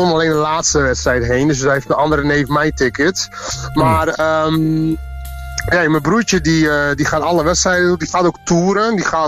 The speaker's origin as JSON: {"language": "Dutch", "town": "Delfzijl", "region": "Groningen", "country": "Netherlands", "tie": "born or raised there", "also_born_or_lived": "Rome", "said": "Ik ben geboren in Rome en opgegroeid in Delfzijl."}